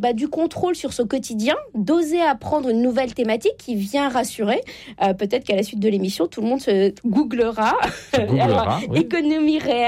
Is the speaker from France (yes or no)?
yes; Normandy, France; je viens de la Normandie.